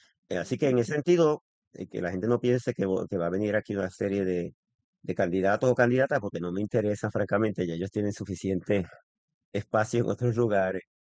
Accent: Bayamón, Puerto Rico; Fíjate, yo entendería si fueran de Bayamón, porque como yo me crié en Bayamón

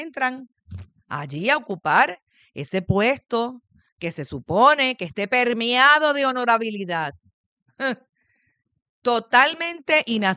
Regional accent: Dominican Republic; soy un líder dominicano y estoy en defensa de mis hermanos dominicanos

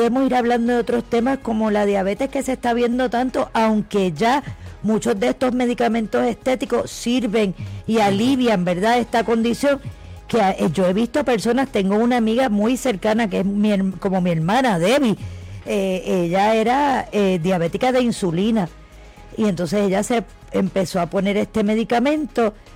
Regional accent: Las Croabas, Fajardo, Puerto Rico

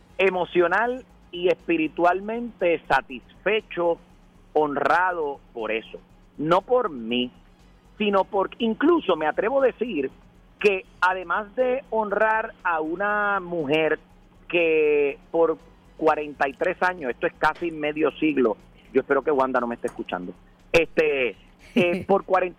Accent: Puerto Rico; nuestra isla

